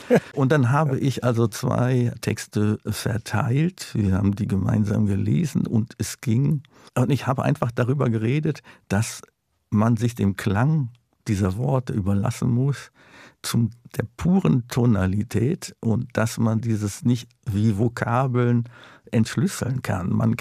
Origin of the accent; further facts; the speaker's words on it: North Rhine-Westphalia, Germany; moved away as an adult; also born or lived in Freiburg im Breisgau; now in Berlin, Germany; wenn man aus diesem düsteren, wirklich kaputten Ruhrgebiet kommt.